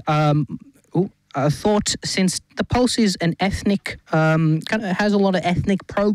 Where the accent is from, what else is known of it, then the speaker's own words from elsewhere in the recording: Pakistan; moved away; I am originally Pakistani.